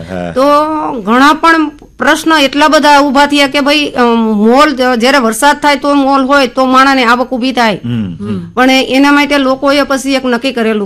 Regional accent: Khirsara, Gujarat, India; અમારું ગામ છે ગામ ખીરસરા, એટલે અમારું 700 લોકોનું ગામ છે અને બહુ નાનું ગામ છે.

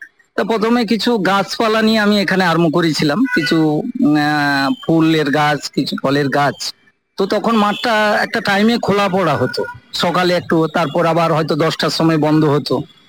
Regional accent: Patharpratima, Sundarbans, West Bengal, India; moved away as an adult; now in Kolkata, India; আমি অ্যাকচুয়ালি সুন্দরবনের ছেলে, পাথর প্রতিমা একটা প্রত্যন্ত গ্রাম আছে সেখানকার আমি ছেলে।

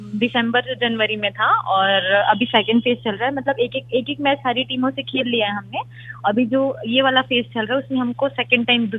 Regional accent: Balod, Chhattisgarh, India; मैं बालोद से हूँ और बालोद में अभी लड़कियां नहीं है फुटबॉल खेलने के लिए

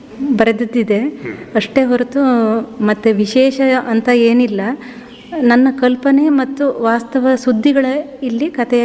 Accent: Sorab, Karnataka, India; born there; moved away as an adult; also born or lived in Kodagu / Mysore district; now in Siddapur, India; ನಾನು ಶಿವಮೊಗ್ಗ ಜಿಲ್ಲೆಯ ಸೊರಬ ತಾಲೂಕಿನವಳು. ಆಮೇಲೆ ನಮ್ಮ ಯಜಮಾನರ ನೌಕರಿಯ ನಿಮಿತ್ತ ನಾವು ಕೊಡಗು ಮತ್ತು ಮೈಸೂರು ಜಿಲ್ಲೆಗಳಲ್ಲೆಲ್ಲ ಇದ್ವಿ.

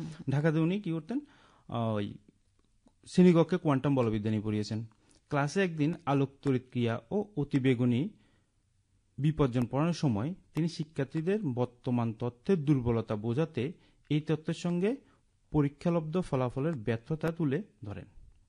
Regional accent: India; এটা কিন্তু আমাদের জন্য বা আমরা ভারতীয় হিসাবে বিশাল গৌরবের বিষয়।

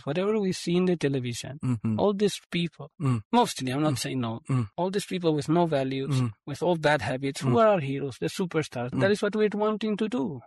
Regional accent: Spain; Just like I'm from Spain

